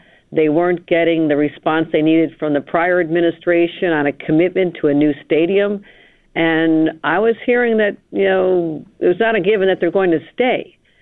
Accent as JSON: {"language": "English", "town": "Buffalo", "region": "New York", "country": "United States", "said": "I'm from Buffalo"}